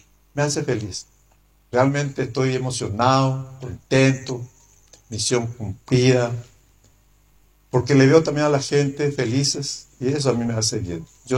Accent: Caacupé, Cordillera, Paraguay; born there; now in San Estanislao, Paraguay; yo nací en Caapupú. El coronel Vicente Mongelo es mi compueblano. Y vivo en Santaní hace años.

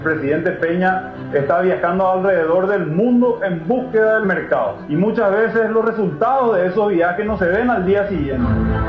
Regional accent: Paraguay; nosotros como paraguayos

